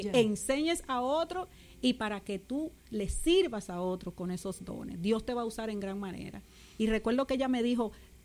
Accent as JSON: {"language": "Spanish", "town": "Santo Domingo", "region": "Distrito Nacional", "country": "Dominican Republic", "moved": "as an adult", "lives_now": "Virgin Islands", "said": "yo soy de República Dominicana, la capital, Santo Domingo. Vine a las Islas Vírgenes en el 1999, a finales."}